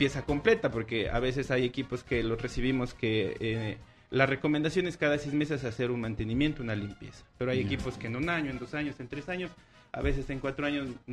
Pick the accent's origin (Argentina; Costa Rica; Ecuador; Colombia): Ecuador; San Gabriel, Carchi